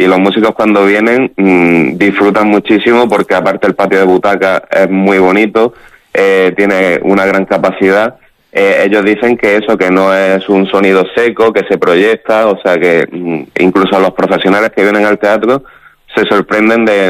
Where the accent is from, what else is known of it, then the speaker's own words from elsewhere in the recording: Almería, Andalusia, Spain; moved away as an adult; now in Melilla, Spain; yo no soy de Melilla, soy de Almería, llevo aquí en Melilla 11 años.